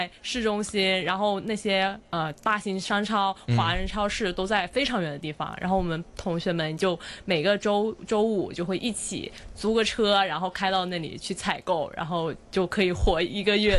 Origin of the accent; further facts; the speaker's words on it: Guangzhou, Guangdong, China; moved away as an adult; also born or lived in United States; now in Hong Kong; 因为过去的话我是广州人嘛，家里人都在